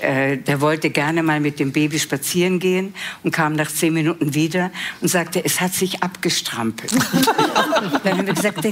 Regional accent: Vienna, Austria; Ich bin ja Wienerin

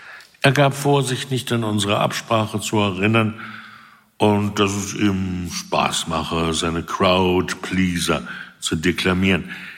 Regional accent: Lower Saxony, Germany; ich bin in Südniedersachsen aufgewachsen

